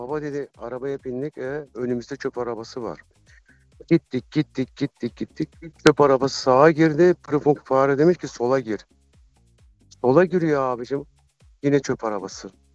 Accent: Thrace, Turkey; Abi ben Trakyalıyım ben ya.

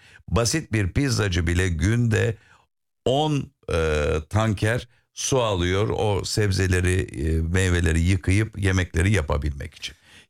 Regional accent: Bodrum, Muğla, Turkey; born there; hem ikametim Bodrum'da hem nüfusum orada. Çünkü annemin yaptığı ikinci evlilikten dolayı ben Bodrumlu oldum ta 70'lerin başından itibaren. Şimdi orası benim memleketim.

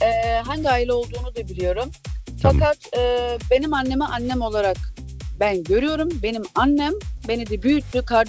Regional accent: Akçay, Balıkesir, Turkey; Ben Akçay Balıkesirliyim.

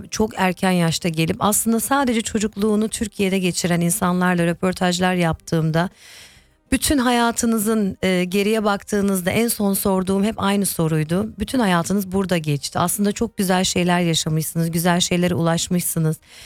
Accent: Berlin, Germany; Ben üçüncü nesil olarak Berlin'de doğdum

